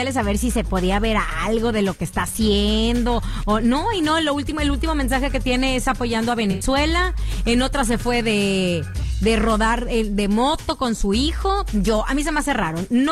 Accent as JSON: {"language": "Spanish", "country": "Mexico", "said": "Que lo que estamos viviendo como mexicanos no esté manchado por la tragedia."}